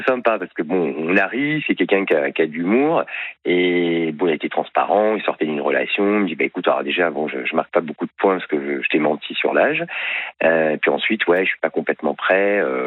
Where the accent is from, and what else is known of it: Paris, Île-de-France, France; now in Marseille, France